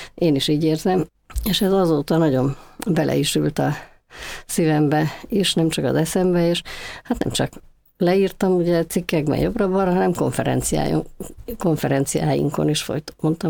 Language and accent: Hungarian; Budapest, Hungary; A Gellért-hegyen laktunk kiskoromban, úgyhogy ott kezdtem a Köbölk utcai általános iskolában. Aztán Pestre költöztünk